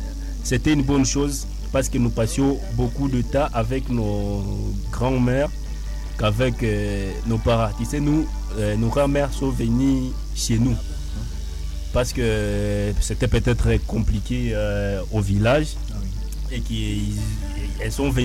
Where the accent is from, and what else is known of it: North Kivu, DR Congo; first language Kinande; French is a second language